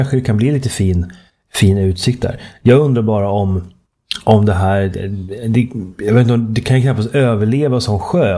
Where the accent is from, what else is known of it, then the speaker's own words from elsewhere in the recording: Germany; now in Sweden; jag hörde i min barndom i Östtyskland